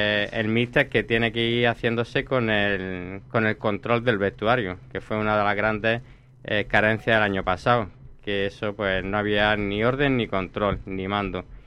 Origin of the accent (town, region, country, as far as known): Almería, Andalusia, Spain